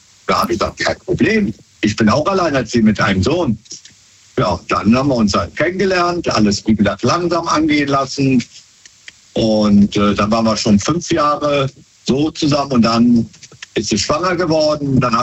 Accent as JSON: {"language": "German", "town": "Wesseling", "region": "North Rhine-Westphalia", "country": "Germany", "said": "aus Wesseling."}